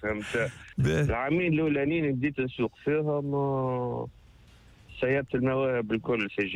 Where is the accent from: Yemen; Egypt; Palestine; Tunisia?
Tunisia; Ras Jebel, Bizerte Governorate; أنا منش من بنزرت أنا من راس جبل.